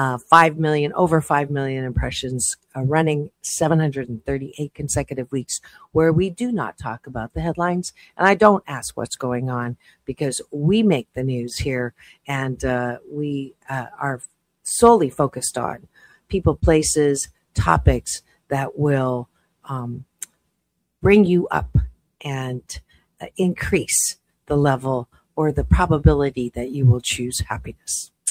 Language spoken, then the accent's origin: English; Canada; born there; I was born in Canada